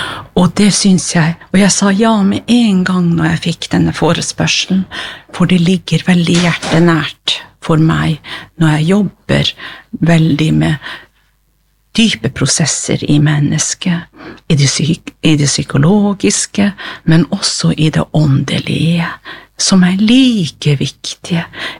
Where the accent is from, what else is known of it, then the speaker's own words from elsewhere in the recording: Tana, Finnmark, Norway; når jeg vokste opp I Tana